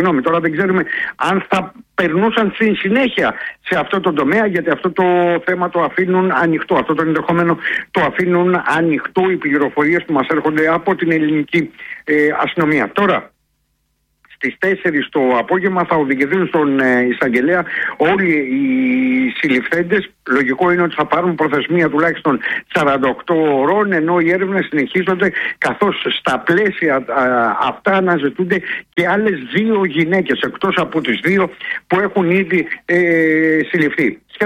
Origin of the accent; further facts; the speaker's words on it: Dafni, Western Greece, Greece; Μόνο σε μία περίπτωση πήραν 1.000 ευρώ στην Δάφνη Καλαβρίτων, εκεί στην πατρίδα μου